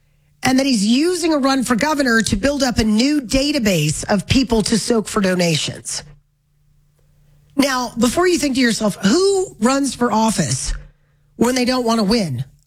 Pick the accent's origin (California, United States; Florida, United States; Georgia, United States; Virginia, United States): Florida, United States; born there